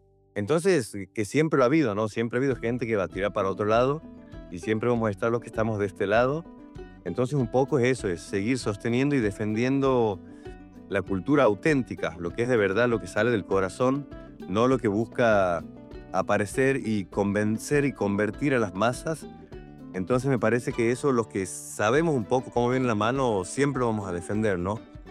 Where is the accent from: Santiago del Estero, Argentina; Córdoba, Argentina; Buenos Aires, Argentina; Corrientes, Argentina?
Santiago del Estero, Argentina; llega a Santiago del Estero, mi tierra, donde finalmente aporta la cultura